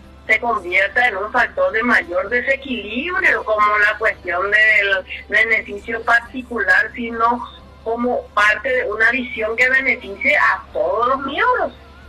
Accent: Paraguay; Que las autoridades de nuestro país se enferman y van al lado brasileño.

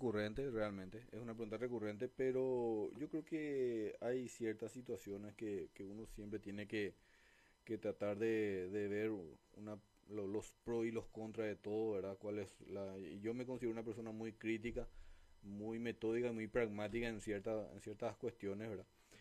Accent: Paraguay

